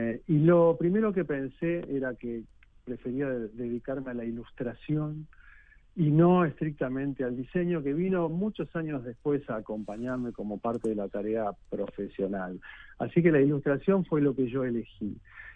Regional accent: Buenos Aires, Argentina; esos kioscos de revistas, como los que había en la Avenida 7 de mi ciudad natal

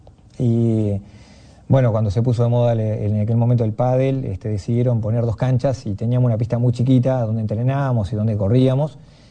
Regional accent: Salto, Uruguay; born there; también dijeron que no querían poner a mi nombre porque yo soy nacido en Salto.

